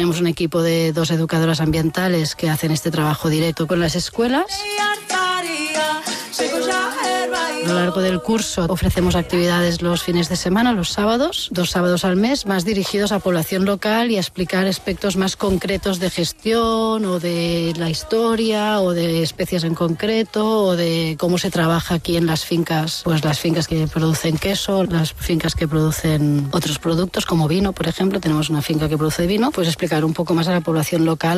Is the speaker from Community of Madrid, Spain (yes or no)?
no; Barcelona, Catalonia, Spain; Yo soy de Barcelona, estudié biología en la Universidad de Barcelona.